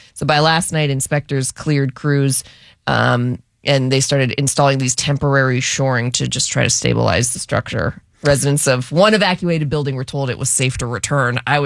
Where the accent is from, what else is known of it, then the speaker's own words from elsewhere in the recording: Pittsburgh, Pennsylvania, United States; we're from Pittsburgh.